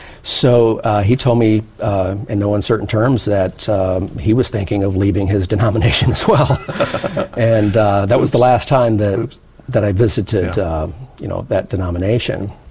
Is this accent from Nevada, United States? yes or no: no; Houston, Texas, United States; but I grew up in Houston, Texas, by the way, and that's where I was living at the time.